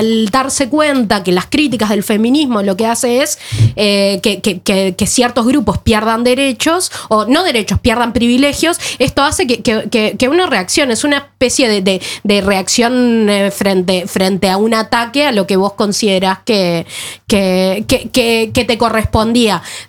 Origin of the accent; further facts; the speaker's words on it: Uruguay; now in Norway; como latinoamericana siento que, y como uruguaya, siento que esta conversación en Uruguay era mucho más habitual, y que cuando llegué acá a Noruega eso no era así